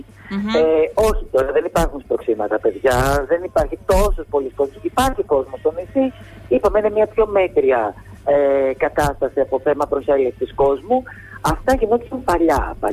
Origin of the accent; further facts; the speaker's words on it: Santorini, South Aegean, Greece; Τι γίνεται τώρα με τη Σαντορίνη, θα μιλήσω λοιπόν για τον τόπο μου.